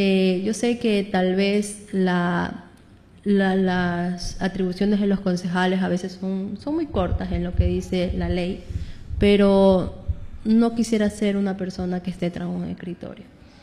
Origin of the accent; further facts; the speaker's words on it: Calceta, Manabí, Ecuador; now in Manta, Ecuador; tengo 27 años viviendo aquí en Manta, pero yo soy de Calceta.